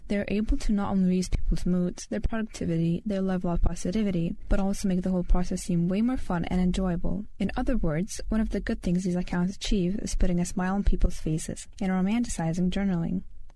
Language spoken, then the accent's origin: English; Lithuania; English is a second language; As you might have already figured, English isn't my first language. I come from Lithuania, but take great pleasure in speaking English.